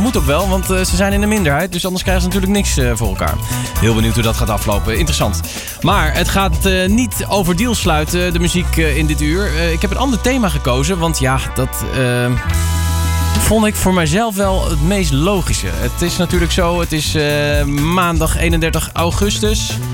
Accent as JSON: {"language": "Dutch", "country": "Netherlands", "said": "Ja, dat zijn wij Nederlanders, hè."}